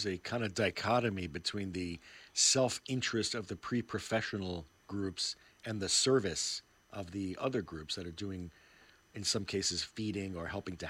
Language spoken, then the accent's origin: English; Pennsylvania, United States; born there; moved away; I spent a lot of my childhood in Pennsylvania actually as well, so and my mother still lives there